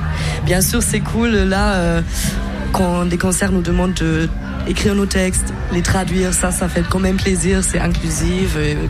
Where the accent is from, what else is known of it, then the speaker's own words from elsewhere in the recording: Germany; first language German; French is a second language; moved away; Je suis allemande, en fait.